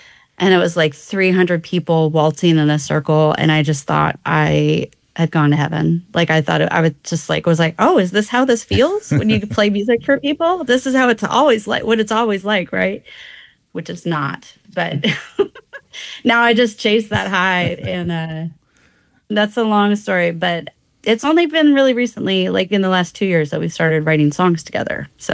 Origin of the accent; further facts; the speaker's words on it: Juneau, Alaska, United States; born there; also born or lived in Ketchikan, Alaska; So I grew up in Juneau. I was born in Ketchikan, but we moved to Juneau when I was about 9.